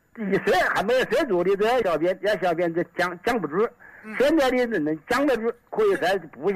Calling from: Wuhan, Hubei, China; 我是黄陂的娄子的。

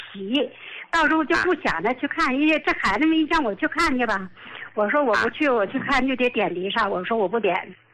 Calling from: Qiqihar, Heilongjiang, China; 我是齐齐哈尔的。

